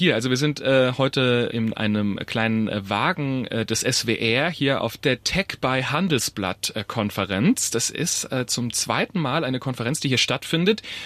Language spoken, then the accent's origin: German; Baden-Württemberg, Germany; Ich bin aufgewachsen in der Nähe von Heilbronn. Heilbronn ist eine 130.000 Einwohnerstadt nördlich von Stuttgart, Richtung Würzburg so ein bisschen.